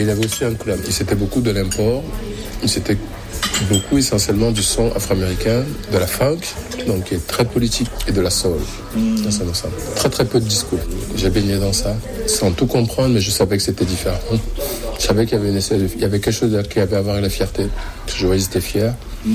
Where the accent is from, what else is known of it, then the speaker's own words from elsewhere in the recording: West, Cameroon; moi je suis camerounais, je suis bamélique, je suis de l'Ouest.